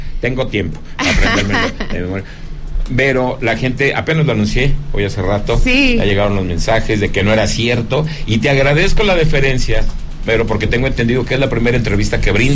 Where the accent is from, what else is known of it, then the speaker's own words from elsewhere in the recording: Zacatecas, Mexico; Vero Díaz, bienvenida a mi tierra Zacatecas.